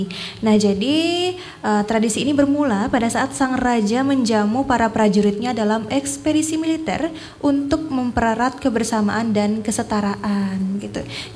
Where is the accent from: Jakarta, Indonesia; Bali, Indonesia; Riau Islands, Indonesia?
Bali, Indonesia; di Kabupaten Karangasem, tepatnya di daerah saya seperti itu di Datah